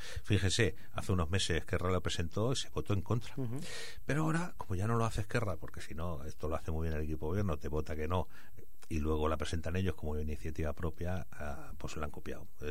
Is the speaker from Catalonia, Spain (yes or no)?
yes; El Prat de Llobregat, Catalonia, Spain; yo que soy del Prat de toda la vida, cuando yo era pequeño y alguien me hablaba de un turista en el Prat, pues me parecía como una cosa excepcional.